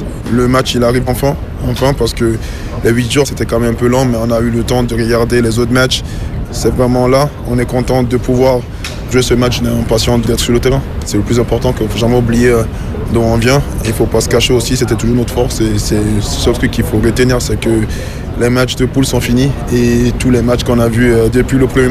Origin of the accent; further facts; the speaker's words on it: Switzerland; moi, je trouve qu'en tant que Suisse, ça montre que beaucoup est possible